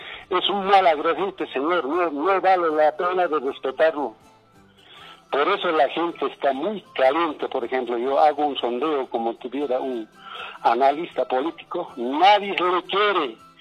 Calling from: La Paz, Bolivia; Estoy llamando de La Paz

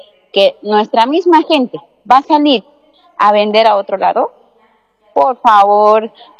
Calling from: Santa Cruz, Bolivia; aquí en la zona norte de Santa Cruz, lo que es Cuatro Cañadas, Minero, Saavedra

